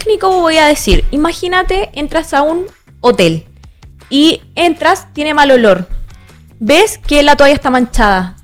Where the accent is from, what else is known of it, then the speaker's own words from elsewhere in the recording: Chile; los turistas nos hacen bien como chilenos.